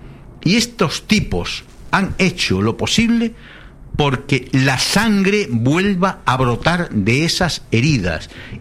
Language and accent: Spanish; Spain; Oye, es que nosotros somos españoles, nuestra bandera, nuestro himno, eso es sagrado en cualquier país democrático